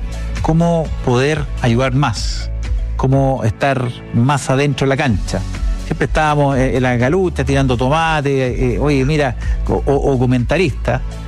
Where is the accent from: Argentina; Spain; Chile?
Chile; Coquimbo; born or raised there